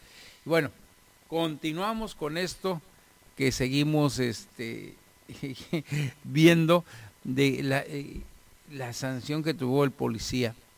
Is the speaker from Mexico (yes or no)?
yes; Mexico; cómo nos unimos como mexicanos